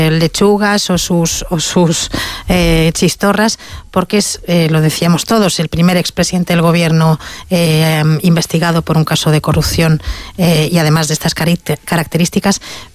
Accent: Spain; por el daño que nos hace como españoles a la imagen de nuestro país

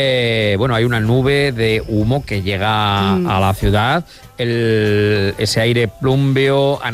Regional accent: Castilla-La Mancha, Spain; born there; Si somos, decía … que nació en el Mediterráneo, pues nosotros nacimos en La Mancha, claro.

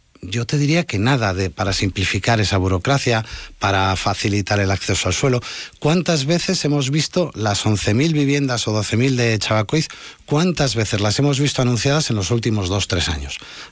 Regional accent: Navarre, Spain; como todos nosotros, como toda Navarra, somos mayores

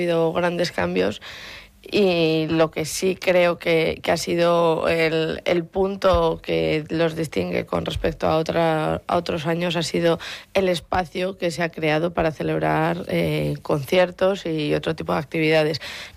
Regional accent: Segovia, Castile and León, Spain

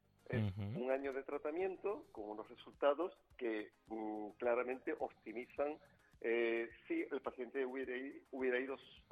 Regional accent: Spain; soy el único español que aparece.

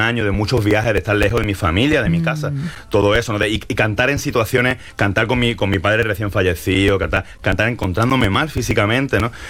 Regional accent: Málaga, Andalusia, Spain; soy de Málaga, ¿no?

